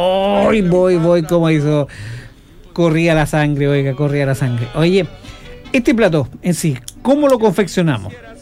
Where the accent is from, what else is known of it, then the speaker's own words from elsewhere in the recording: Chile; así somos los chilenos.